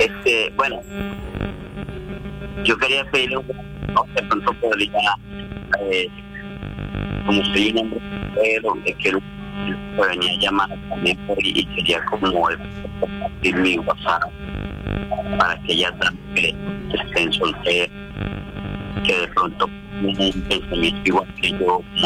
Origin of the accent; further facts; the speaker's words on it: Santa Marta, Magdalena, Colombia; Yo soy de Santa Marta, pero en una parcela, en una finquita, a unos 20 minutos del casco urbano, ¿no?